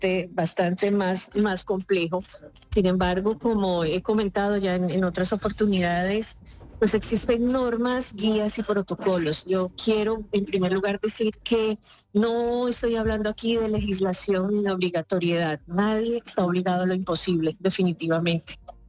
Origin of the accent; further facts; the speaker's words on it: Colombia; Mi padre era húngaro, pero sí. Yo soy colombiana.